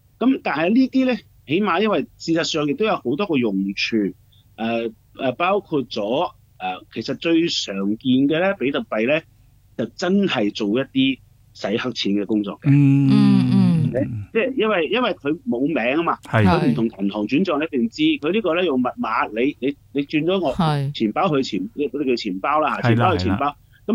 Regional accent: Guangdong, China; 我哋廣東人有句即係老話

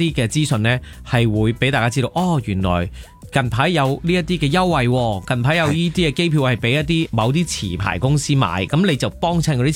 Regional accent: Hong Kong; 我哋香港人

